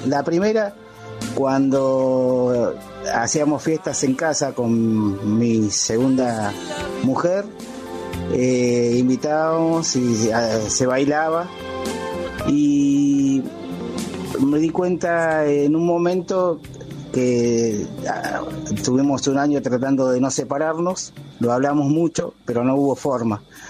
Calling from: San Justo, Buenos Aires Province, Argentina; de San Justo.

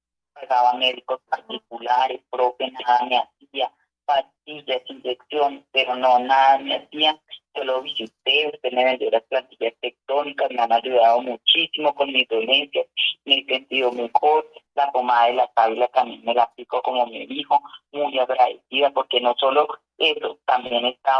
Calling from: Macanal, Boyacá, Colombia; le estoy llamando de Macanal, Boyacá.

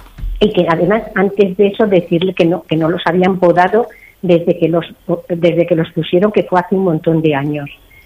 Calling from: León, Castile and León, Spain; Como leonesa me da mucha pena

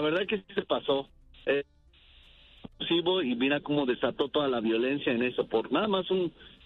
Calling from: Phoenix, Arizona, United States; De aquí de Phoenix, Arizona.

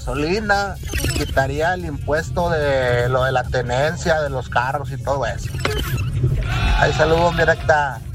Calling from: Ciénega de Flores, Nuevo León, Mexico; de Ciénega.

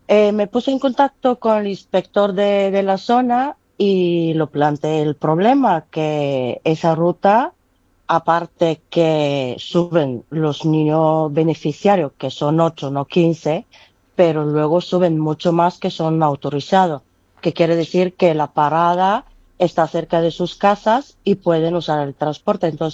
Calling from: Ciudad Quesada, Valencian Community, Spain; yo vivo en Ciudad Quesada

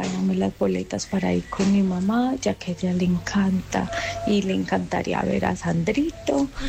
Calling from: Colombia; los escucho desde Laureles.

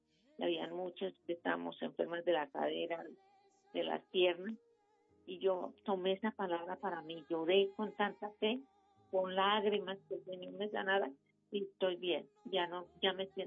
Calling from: Bogotá, Colombia; Aquí en Bogotá.

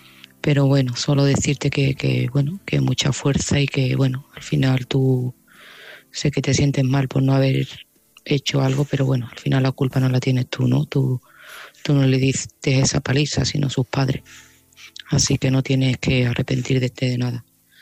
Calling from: Seville, Andalusia, Spain; de Sevilla

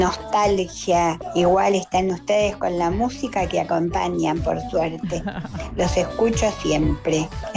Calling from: Berazategui, Buenos Aires Province, Argentina

